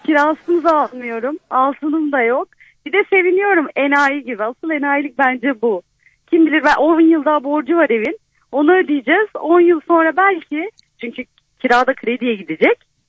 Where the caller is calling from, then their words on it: Antalya, Turkey; Antalya'dan arıyorum.